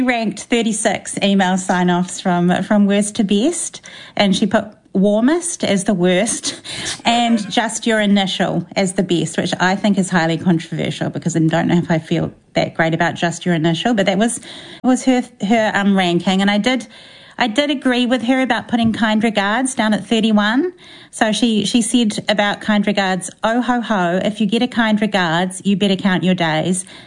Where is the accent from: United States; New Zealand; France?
New Zealand; It feels important to do that as a New Zealander, and I do it even if I'm emailing people internationally.